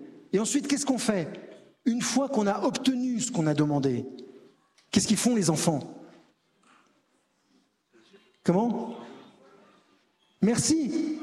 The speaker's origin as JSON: {"language": "French", "town": "Paris", "region": "Île-de-France", "country": "France", "said": "parce que je suis parisien, mais qui concerne aussi la lumière. Mais parfois, les Parisiens"}